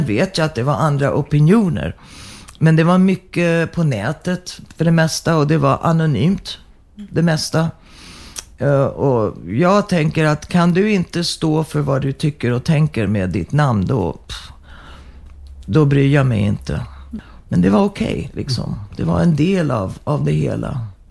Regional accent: Sweden; moved away; also born or lived in United States; att vara hemma i Sverige

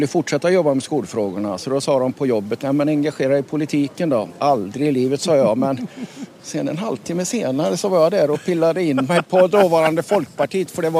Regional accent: Lidköping, Västra Götaland County, Sweden; Jag är från Lidköping

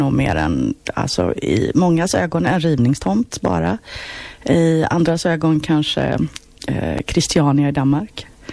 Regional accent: Gothenburg, Västra Götaland County, Sweden; Det började när jag flyttade hit redan 1976 med min ensamstående mamma. Och hon sökte ett billigt boende och hittade en lägenhet. Hon hade väl varit i Haga innan eftersom jag föddes på Nordhemsgatan.

